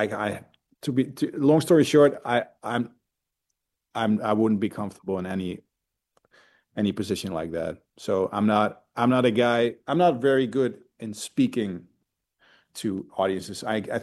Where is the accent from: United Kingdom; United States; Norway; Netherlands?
Netherlands; And although we sing in English, but we are from Holland, it's very a big part of who we are, of course.